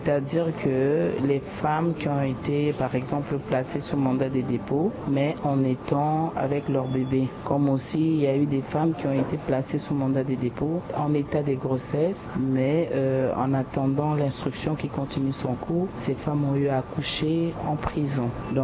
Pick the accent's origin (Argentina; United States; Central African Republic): Central African Republic; Bon, vous savez que ici, pour chez nous, en République centrale, africaine, il n'existe qu'une seule prison pour femmes